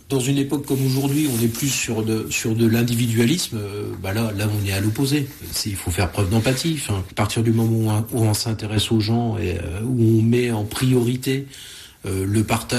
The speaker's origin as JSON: {"language": "French", "town": "Nevers", "region": "Bourgogne-Franche-Comté", "country": "France", "also_born_or_lived": "Normandy / Paris", "said": "Alors, donc moi je suis originaire de Bourgogne, de Nevers."}